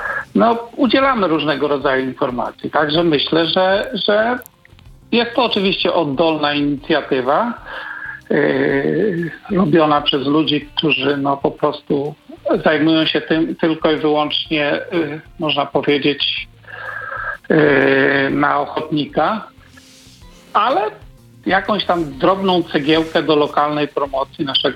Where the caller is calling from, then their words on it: Wrocław, Lower Silesian Voivodeship, Poland; Ja jestem z Wrocławia